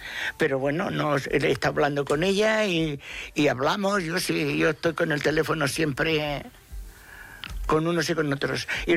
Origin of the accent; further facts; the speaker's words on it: Fuenlabrada de los Montes, Castilla-La Mancha, Spain; born there; imagínate, yo nací en Fuenlabrada, de la provincia de Albacete.